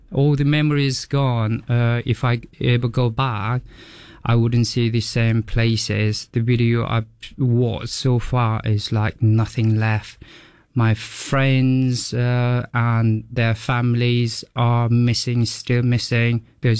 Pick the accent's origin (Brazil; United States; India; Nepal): Nepal; GoFundMe to support the pretty much covering the whole area in Nepal, but it's like specific for my hometown.